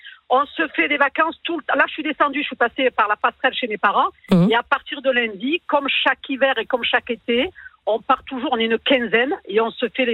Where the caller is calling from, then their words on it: Marignane, Provence-Alpes-Côte d'Azur, France; je suis sur Marignane, exactement.